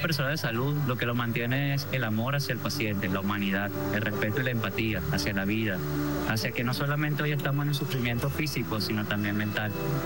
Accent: Venezuela; No estamos solos porque estamos juntos y son importantes el amor, la creencia en Dios y la unión como venezolanos.

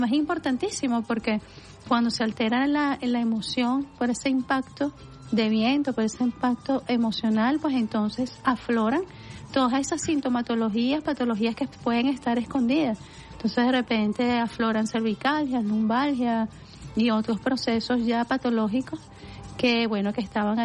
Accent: Venezuela; nos toca vivir como venezolanas y como venezolanos

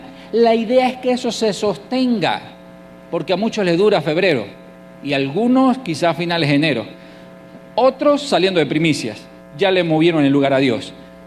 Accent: Mérida, Venezuela; moved away; yo vengo de Mérida, donde el catolicismo es muy fuerte

